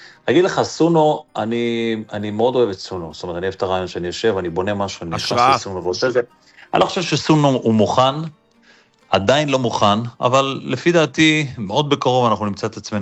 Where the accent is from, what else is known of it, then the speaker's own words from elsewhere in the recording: Jerusalem, Jerusalem District, Israel; אני חצי מרוקאי, חצי עיראקי, ו-99% ירושלמי.